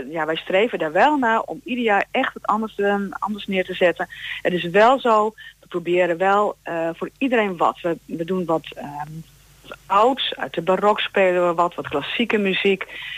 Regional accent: Gelderland, Netherlands; En wij komen uit Doorsbeek bij Elburg. Dat is wel dichtbij.

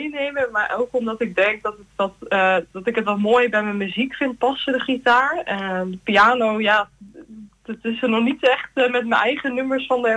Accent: Deventer, Overijssel, Netherlands; Nee, ik kom uit Deventer.

